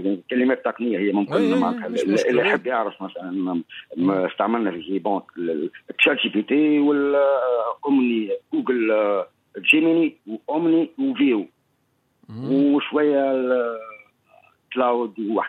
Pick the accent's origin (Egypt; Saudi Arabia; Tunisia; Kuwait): Tunisia; وأنت كتونسي غير قادر أنك تشري أن كونت برو.